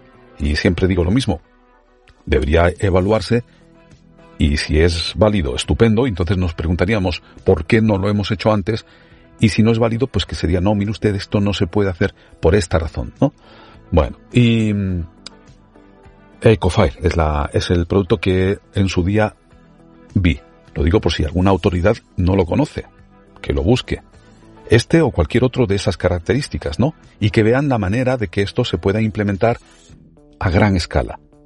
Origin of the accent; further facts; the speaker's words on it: Málaga, Andalusia, Spain; yo soy de Málaga. Málaga es una zona, la ciudad de Málaga, una zona muy tensionada desde ese punto de vista de la vivienda.